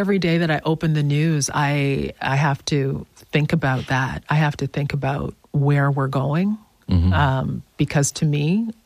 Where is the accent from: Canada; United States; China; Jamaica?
Jamaica; maybe it's just being Jamaican. We just think that way.